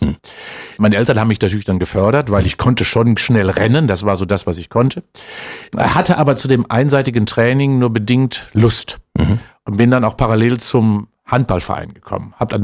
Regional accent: North Rhine-Westphalia, Germany; Tegeheerenwerbe ist ein Dorf in der Nähe von Unna. Mhm. Das ist also in Westfalen, also Dortmund. Deswegen bin ich auch BVB-Fan natürlich, weil als Schwarz-Gelber wirst du geboren da.

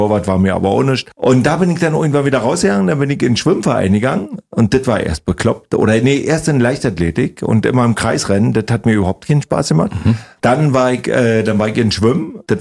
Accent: Briesen, Brandenburg, Germany; also born or lived in Bad Saarow / Fürstenwalde; Ich bin ja in Bad Saarow geboren, dann in Briesen sozusagen groß geworden, das ist gleich so ein Dorf daneben und dann irgendwann nach Fürstenwalde gegangen. Und als ich nach Fürstenwalde gegangen bin, das war 79, glaube ich

